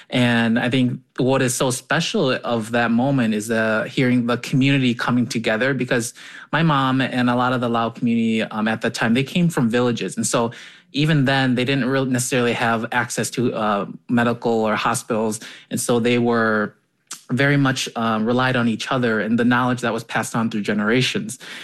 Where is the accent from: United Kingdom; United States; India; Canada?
United States; Wisconsin; I was raised in Wisconsin in the Midwest most of my life.